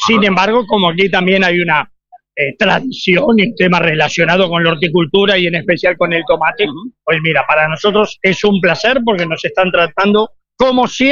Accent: Argentina; Totalmente.

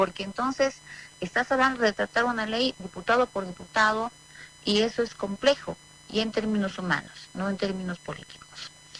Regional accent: Bolivia; nosotros como bolivianos

